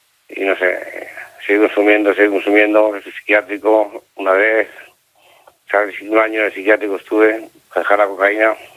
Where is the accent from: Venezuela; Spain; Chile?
Spain; Lleida, Catalonia; yo soy de Lleida, me había estrenado una chica y aquí lo dejé todo.